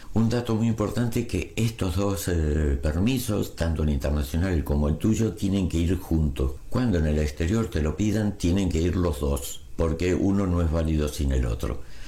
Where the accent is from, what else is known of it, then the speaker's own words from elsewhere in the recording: Argentina; now in Spain; en mi país, en Argentina